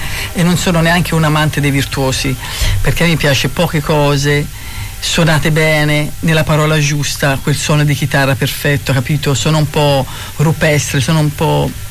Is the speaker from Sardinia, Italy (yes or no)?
no; Tuscany, Italy; sono toscana